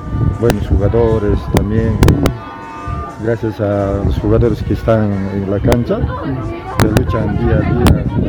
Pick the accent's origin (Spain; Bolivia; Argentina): Bolivia; Potosí; Todos somos del Ayu Jucumán.